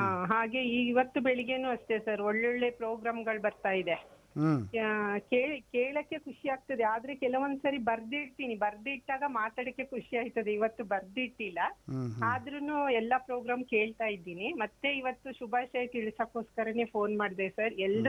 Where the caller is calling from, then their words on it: Karnataka, India; Chennai ಬಡಾವಣೆಯಿಂದ madam.